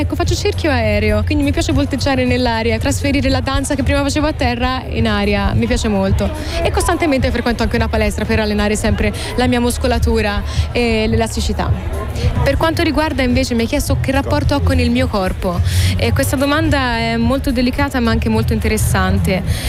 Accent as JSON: {"language": "Italian", "region": "Tuscany", "country": "Italy", "said": "io sono toscana, ma adesso siamo in Slovenia"}